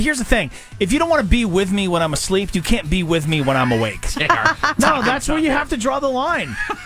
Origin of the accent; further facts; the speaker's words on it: New England, United States; I'm from New England.